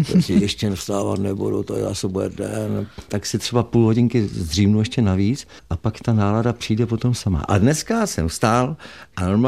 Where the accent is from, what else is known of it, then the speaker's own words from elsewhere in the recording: Moravia, Czechia; now in Prague, Czechia; Já už od začátku, co jsem přišel do Prahy, tak jsem říkal, že jsou Moravák žijící přechodně v Praze.